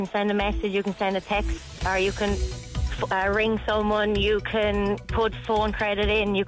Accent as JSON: {"language": "English", "area": "Tipperary", "region": "Munster", "country": "Ireland", "moved": "as an adult", "lives_now": "Wexford, Ireland", "said": "I'm originally from Tip"}